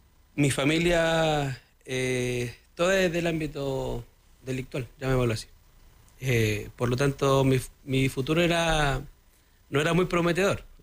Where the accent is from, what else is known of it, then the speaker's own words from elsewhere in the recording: Santiago, Santiago Metropolitan Region, Chile; also born or lived in Lampa; fui creciendo en La Legua, fui creciendo en el ámbito de Lampa